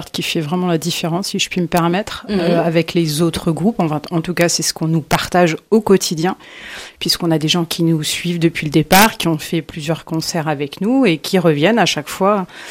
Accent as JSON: {"language": "French", "country": "France", "said": "Nous sommes français"}